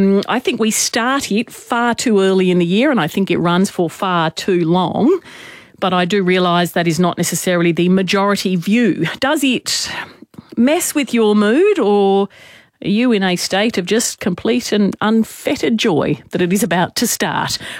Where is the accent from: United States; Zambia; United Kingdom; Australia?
Australia; Queensland; moved away; I am a Queenslander by birth. If you have not heard me declare that before, I am a Queenslander by birth. So I spent my formative years there.